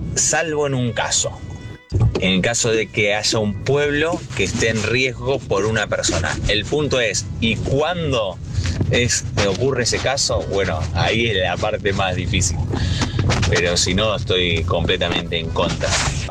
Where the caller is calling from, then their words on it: Buenos Aires, Argentina; de Villa Urquiza